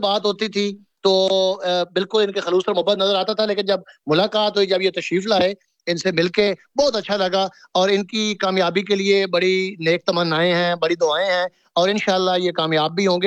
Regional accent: Punjab, Pakistan; ہم زیادہ لوگ پنجاب کے رہنے والے ہیں میرا خیال ہے

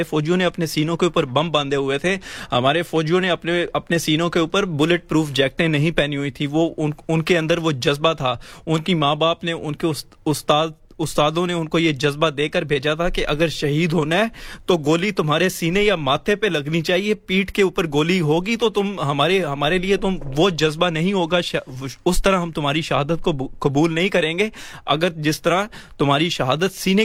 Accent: Lahore, Punjab, Pakistan; آپ نے لاہور کی بات کی, میرا تعلق بھی لاہور سے ہے

